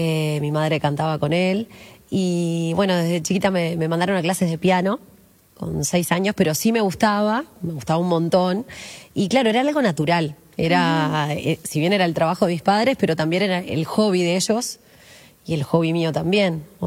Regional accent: Minas, Lavalleja, Uruguay; moved away as an adult; yo soy de Minas, sí.

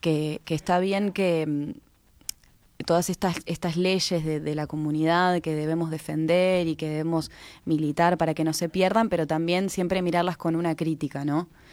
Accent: Colonia, Uruguay; Yo soy de Colonia, mi familia es de Colonia

